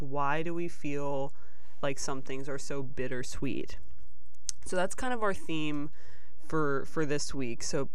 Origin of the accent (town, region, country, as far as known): St. Louis, Missouri, United States; born or raised there; moved away